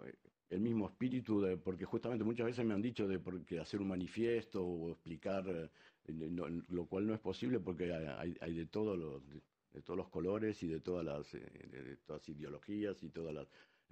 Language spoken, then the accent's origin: Spanish; Argentina; moved away; en mi país, en Argentina o acá también